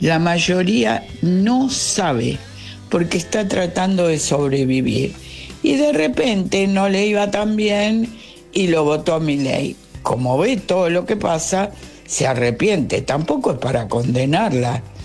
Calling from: Buenos Aires, Argentina; de Villa Crespo.

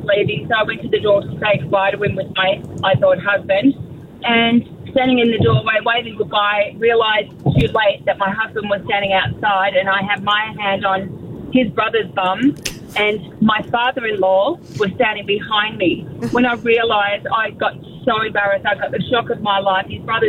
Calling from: Walloon, Queensland, Australia; I'm from Walloon.

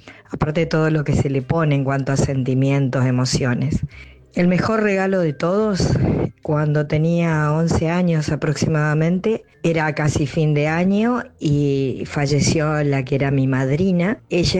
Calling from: Reconquista, Santa Fe, Argentina; de Reconquista

